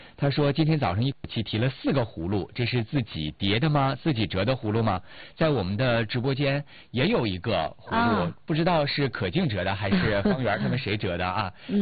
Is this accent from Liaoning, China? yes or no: yes; Dandong, Liaoning, China; now in Jilin, China; 我们丹东老家